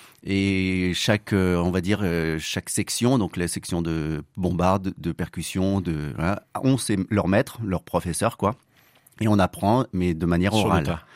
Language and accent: French; Fougères, Brittany, France; Je suis né à Fougères, ah, tout à fait, et j'ai grandi à Fougères.